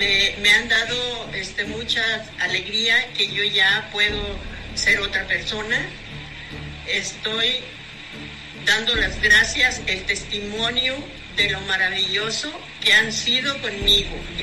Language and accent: Spanish; Veracruz, Mexico; Soy del estado de Veracruz, vine para acá para buscar a los hermanos que curan.